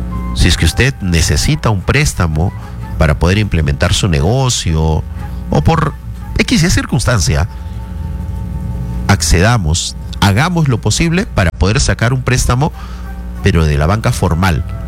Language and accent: Spanish; Arequipa, Peru